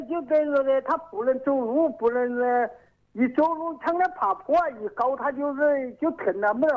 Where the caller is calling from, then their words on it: Zhijiang, Hubei, China; 我们是浙江的七星台。